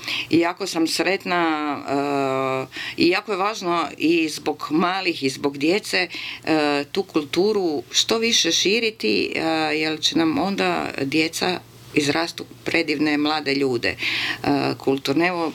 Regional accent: Zagreb, City of Zagreb, Croatia; Pa meni je ova ulica mog djetinjstva, ali ja sam rođena, moja soba je bila na Preradovićevoj. Ja sam rođena Andrije Hebranga 22, Preradovića 27.

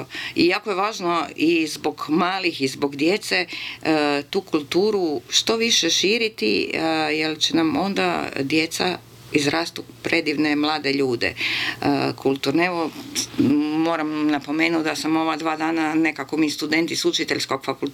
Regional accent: Zagreb, City of Zagreb, Croatia; Žao mi je jedino što je to Zagreb stradao u potresu, pa je to još vidljivo, ali volim. To je moj rodni grad, a naročito volim ovaj dio grada.

